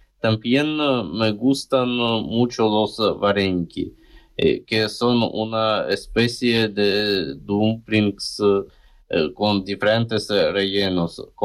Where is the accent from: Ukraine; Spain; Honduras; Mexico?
Ukraine; Yo soy de Ucrania y para nosotros la comida también es una parte muy importante de nuestra cultura.